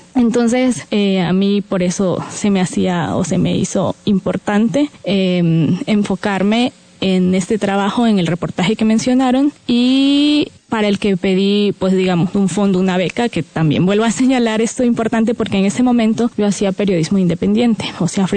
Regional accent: Tabasco, Mexico; soy de Tabasco

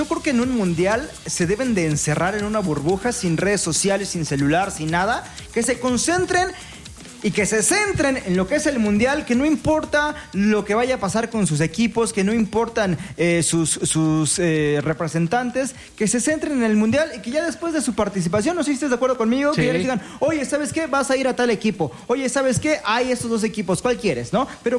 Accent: Mexico; y soy mexicano

